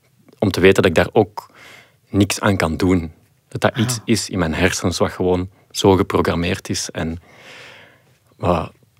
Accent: Mechelen, Flanders, Belgium

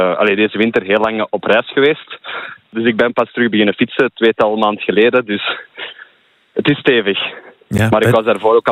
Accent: Herentals, Flanders, Belgium; Ik kom zelf van Herentals, dus niet ver van Herentals.

